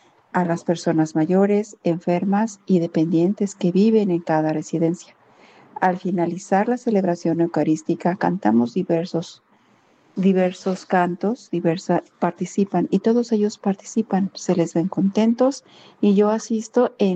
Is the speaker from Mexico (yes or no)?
yes; Mexico; tengo 56 años, soy casada, soy de México, tengo dos hijas y soy fisioterapeuta.